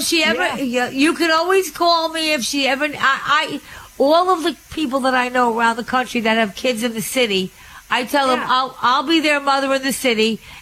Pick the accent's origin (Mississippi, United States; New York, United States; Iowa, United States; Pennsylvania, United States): New York, United States; Long Island; born there; moved away as an adult; I came from Long Island, I started in the city